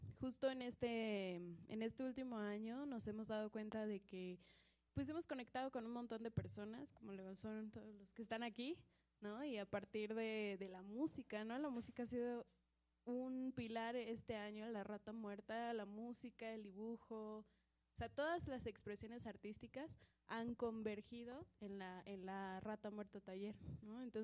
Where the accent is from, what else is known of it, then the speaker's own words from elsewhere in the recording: Mexico City, Mexico; nosotros somos ahí de Michuca